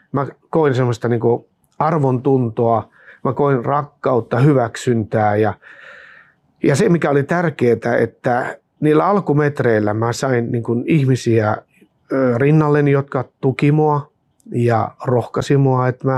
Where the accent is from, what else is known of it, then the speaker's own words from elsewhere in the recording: Jyväskylä, Central Finland, Finland; moved away; ja olen Jyväskylästä kotoisin, mutta olen täällä töissä tällä hetkellä.